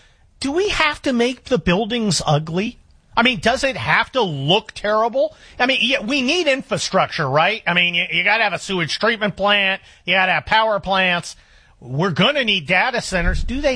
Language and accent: English; California, United States; I'm a Californian